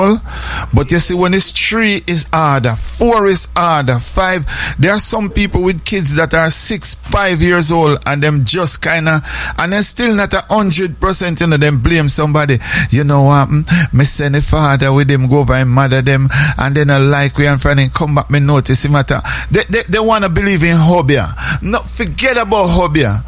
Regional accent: Jamaica; we grew up in Jamaica where whenever somebody, we call them mad, we not call them retarded or a idiot.

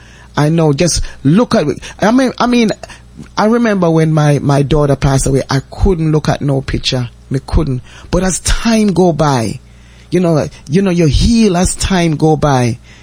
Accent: Jamaica; I remember growing up in Jamaica, all you have to do, you have to just sit down and just listen radio.

